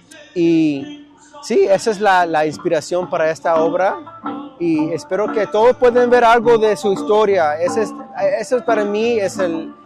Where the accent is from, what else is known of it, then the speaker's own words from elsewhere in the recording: Visalia, California, United States; Soy de Visalia, California, y también soy hijo de campesinos. Mis papás trabajaron en los campos de aquí del Valle por más de 30 años